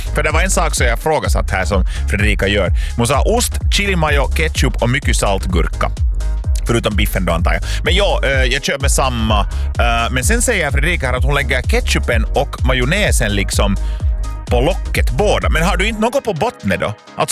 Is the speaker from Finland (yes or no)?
yes; Lappträsk, Uusimaa, Finland; Men nu är det ju liksom kolgrillen hemma i Linkoski i Lappträsk.